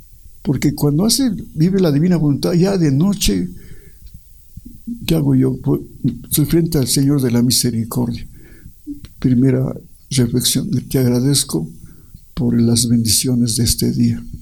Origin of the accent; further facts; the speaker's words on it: Ecuador; soy ecuatoriano